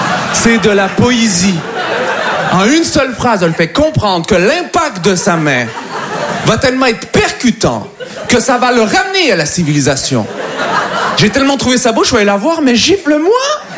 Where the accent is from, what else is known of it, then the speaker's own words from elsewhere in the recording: Montreal, Quebec, Canada; moved away as an adult; now in Paris, France; je viens de Montréal.